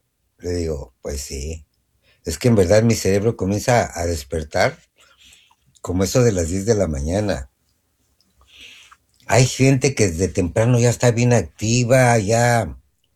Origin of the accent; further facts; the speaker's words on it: Mexico; No, allá hacemos los sonideros. Las fiestas sonideras.